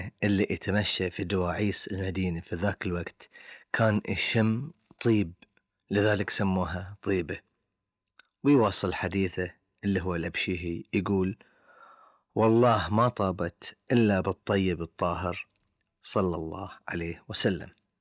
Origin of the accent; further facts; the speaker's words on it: Bahrain; accent: Bahraini; اللبان طبعا معروف عنه لأسامي كثيرة في لهجتنا البحرينية